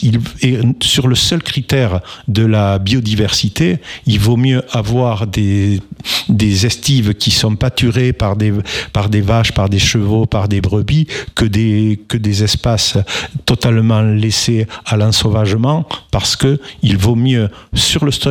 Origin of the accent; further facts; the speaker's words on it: Mirepoix, Occitanie, France; vous savez, je suis de Mirepoix, oui.